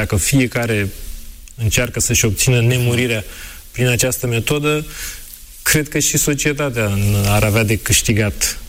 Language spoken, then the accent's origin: Romanian; Romania; noi ca români